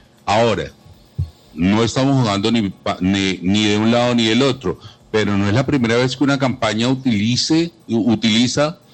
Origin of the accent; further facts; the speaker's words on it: Colombia; yo soy colombiano